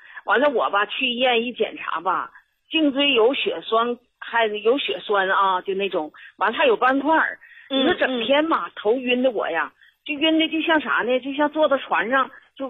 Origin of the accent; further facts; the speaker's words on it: Northeast China, China; 哎，我这东北人呐，咱们东北人说话吧，他就是直